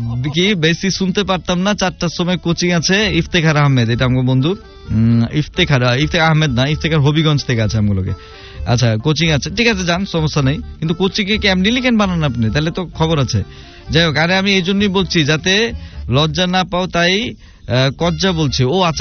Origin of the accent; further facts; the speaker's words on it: Dhaka, Dhaka Division, Bangladesh; accent: Dhaka dialect; আমি পারি আমার ঢাকার ভাষাটা, বাকিগুলো আমি খুব একটা পারি না